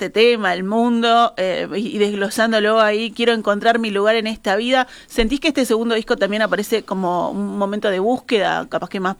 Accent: Uruguay; soy uruguayo

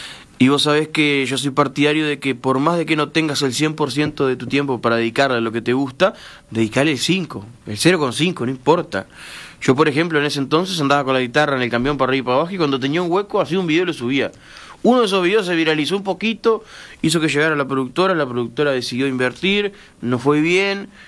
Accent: Mendoza, Florida, Uruguay; Yo soy de Mendoza

